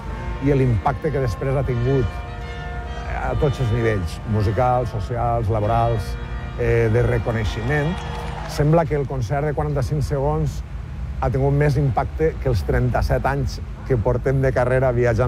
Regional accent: Castelló, Valencian Community, Spain; La nostra terra és molt musical, en els nostres pobles, jo soc de Castelló, el meu germà major també és oboista

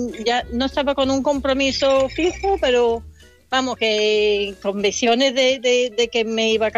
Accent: England, United Kingdom; Spanish is a second language; Yo soy inglesa, pero puedo hablar en cateto español si quieren.

